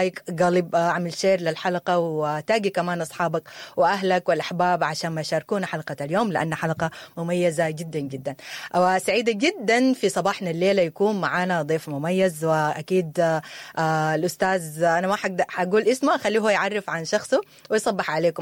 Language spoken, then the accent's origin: Arabic; Sudan; لبلدنا الغالي السودان